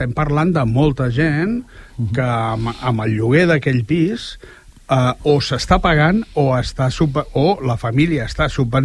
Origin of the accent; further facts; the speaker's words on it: Barcelona, Catalonia, Spain; al meu barri, allà a Sants, a Barcelona, pues teníem un pis llogat entre quatre.